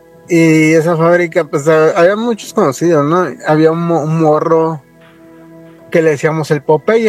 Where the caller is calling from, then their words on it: Las Vegas, Nevada, United States; Hola, Yene Nacho, yo soy … de La Vegas, ¿cómo están? Hola, saludos de aquí de Las Vegas.